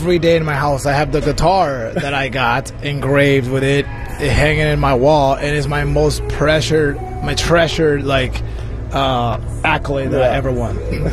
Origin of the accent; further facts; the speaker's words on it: Milwaukee, Wisconsin, United States; this is my hometown. Like, the Brewers, Milwaukee is my team.